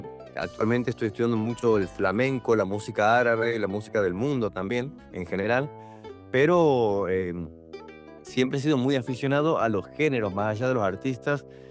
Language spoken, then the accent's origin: Spanish; Santiago del Estero, Argentina; llega a Santiago del Estero, mi tierra, donde finalmente aporta la cultura